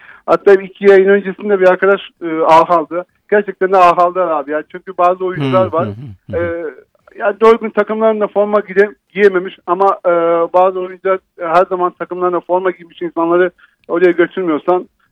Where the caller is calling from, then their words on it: Ankara, Turkey; Ankara'dan arıyorum.